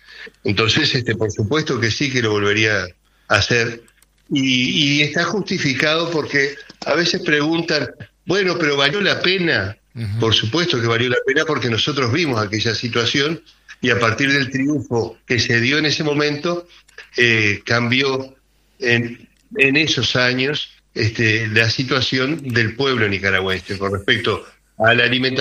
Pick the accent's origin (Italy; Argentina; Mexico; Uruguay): Uruguay; para nosotros en Uruguay